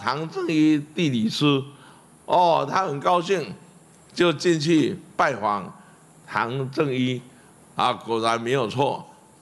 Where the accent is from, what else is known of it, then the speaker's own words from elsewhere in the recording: Zhongliao, Nantou County, Taiwan; 到我家乡的中寮